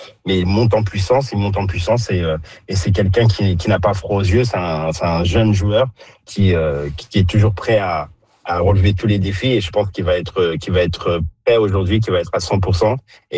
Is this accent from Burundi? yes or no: no; France; étant donné que je suis français, bien sûr, j'aimerais bien voir un France-Argentine ou un France-Angleterre.